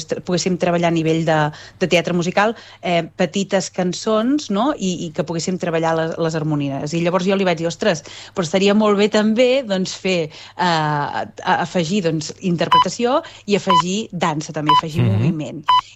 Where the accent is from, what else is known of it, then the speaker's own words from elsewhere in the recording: Olot, Catalonia, Spain; Com que jo sóc d'Olot, l'Edgar és de Valls, ja li queda una mica més lluny a Tarragona